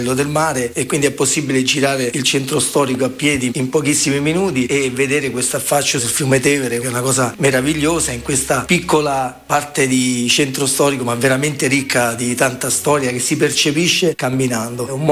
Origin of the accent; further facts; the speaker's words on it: Filacciano, Lazio, Italy; Io sono cresciuto a Filacciano, sono nato a Filacciano, ho i figli che vivono a Filacciano